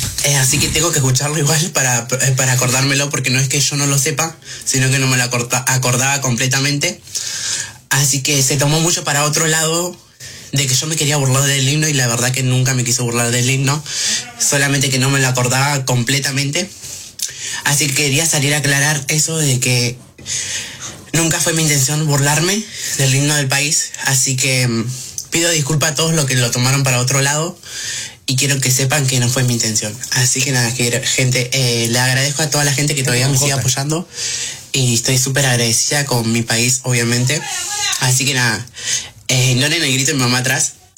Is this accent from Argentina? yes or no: yes; Argentina; soy argentina